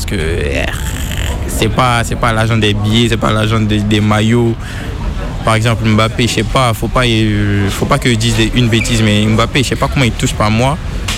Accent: Côte d’Ivoire; je suis ivoirien.

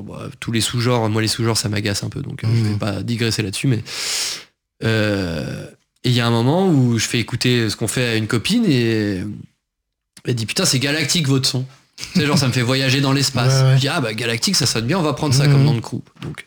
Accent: Hauts-de-France, France; moi je viens de l'Oise à la base, je suis Picard.

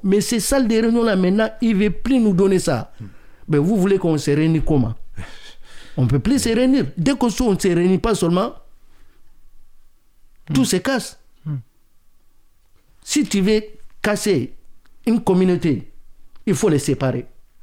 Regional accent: Mali; now in France; moi, je suis malien.

